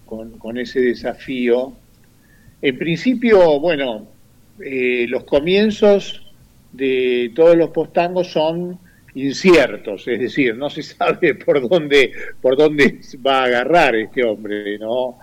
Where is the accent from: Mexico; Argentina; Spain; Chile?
Argentina; Buenos Aires; moved away as an adult; now in General Roca, Argentina; como familia vinimos aquí en el año 94. Yo soy originalmente de Buenos Aires, de Capital